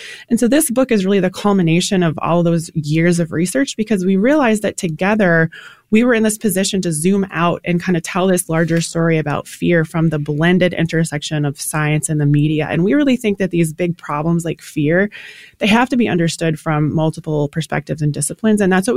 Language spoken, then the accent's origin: English; New York, United States; Yeah, I grew up in New York and I was 15 when September 11th happened.